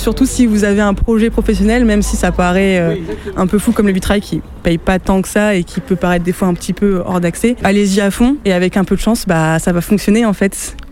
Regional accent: Nouvelle-Aquitaine, France; on rayonne plus en Dordogne parce que c'est notre coin, vu qu'on est du Nontronné.

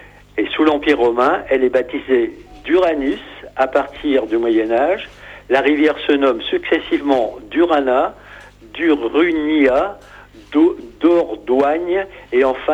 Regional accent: Perros-Guirec, Brittany, France; je suis des Côtes d'Armor, donc Perros-Guirec. Et ensuite, j'ai fait le Finistère et j'ai fait l'Ille-et-Vilaine. Donc, j'ai fait les quatre départements de la Bretagne.

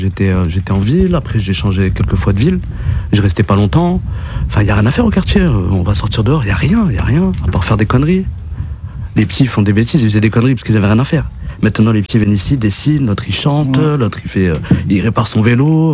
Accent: Coulounieix-Chamiers, Nouvelle-Aquitaine, France; En 94. Je suis né à Coulmiers-Chamiers, au Romain Roland, là où ils ont détruit les bâtiments.

